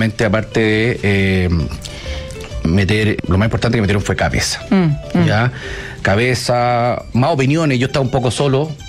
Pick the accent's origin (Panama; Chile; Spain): Chile; born there; Nací en Chile, sí.